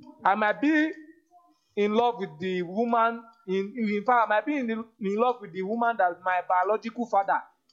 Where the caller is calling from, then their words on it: Delta, Nigeria; I'm from Delta State, Robo to be precise